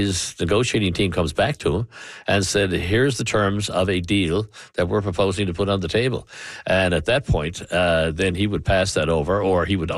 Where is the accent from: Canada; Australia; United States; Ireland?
Canada; Newfoundland and Labrador; Because this is really important to me as a Newfoundlander and a Labradorian. And where the good of Newfoundland and Labrador is going to be affected, I'm going to be involved.